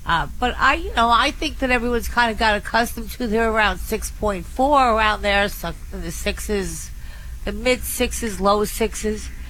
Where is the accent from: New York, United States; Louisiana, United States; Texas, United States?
New York, United States; New York City; I'm a New Yorker